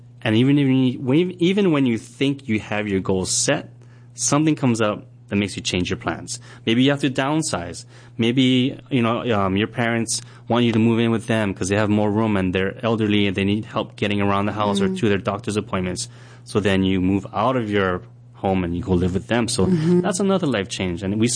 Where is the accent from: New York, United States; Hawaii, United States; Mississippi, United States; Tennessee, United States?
Hawaii, United States; Kaneohe; born or raised there